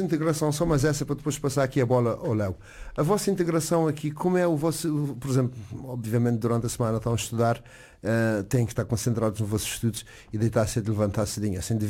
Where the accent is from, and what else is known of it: Azores, Portugal